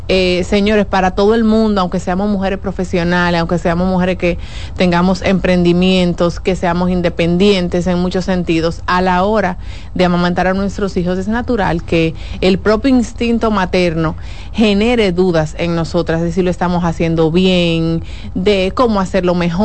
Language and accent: Spanish; Dominican Republic